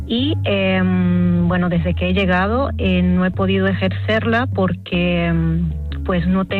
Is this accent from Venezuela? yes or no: yes; Venezuela; moved away as an adult; Yo me vine de Venezuela prácticamente huyendo por cómo estaba el país.